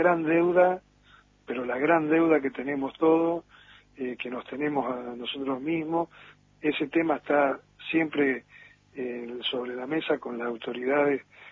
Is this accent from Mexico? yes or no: no; Argentina; es decir, no podemos permitirnos como argentinos, y esto no es una crítica a nadie porque hace años que estamos así